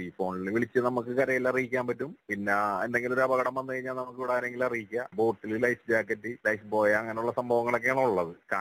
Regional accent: Malampuzha, Kerala, India; ഞാൻ മലമ്പുഴ സ്വദേശിയാണ്.

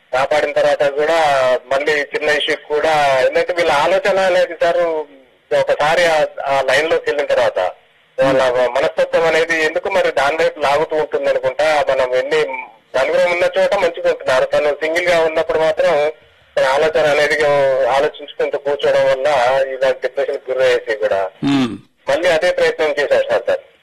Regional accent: Telangana, India; Recent గా Warangal district లో మా ఊరు దగ్గరలోనే జరిగింది సార్ ఒకటి.

